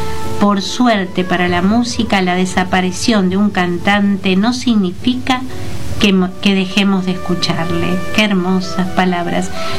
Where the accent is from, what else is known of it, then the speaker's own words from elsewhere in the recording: Elda, Valencian Community, Spain; Yo soy de Elda, señores.